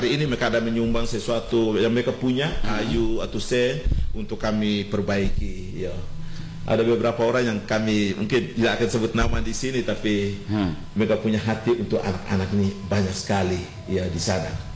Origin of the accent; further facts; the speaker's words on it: Wamena, Highland Papua, Indonesia; kami budaya kami orang Wamena